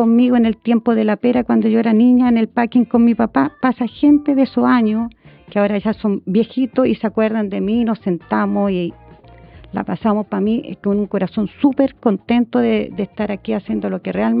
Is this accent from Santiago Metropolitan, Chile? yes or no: no; Vicuña, Coquimbo, Chile; born there; moved away; also born or lived in southern Chile; Cuando me vine a Vicuña en el 2019, cuando retorno a mi tierra